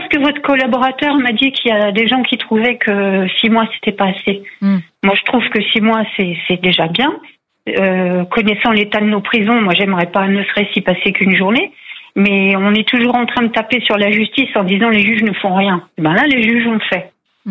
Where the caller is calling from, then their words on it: Guyancourt, Île-de-France, France; De Guyancourt, dans les Yvelines.